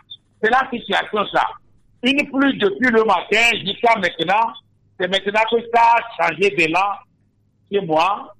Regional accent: Togo; born there; je suis de Togo.

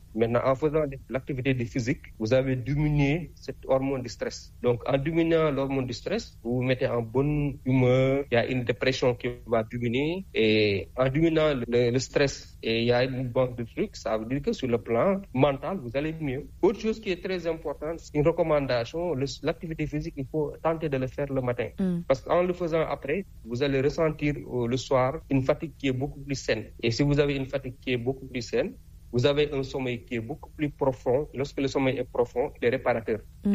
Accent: Senegal; chez nous au Sénégal

